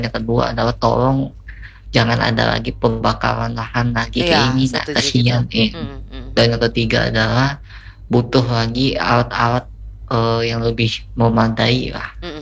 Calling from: South Kalimantan, Indonesia; sebagai warga Kalimantan Selatan

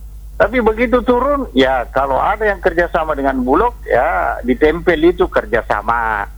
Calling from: Parepare, South Sulawesi, Indonesia

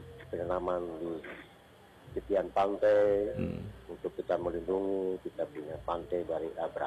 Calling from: Central Papua, Indonesia; kami di Yau

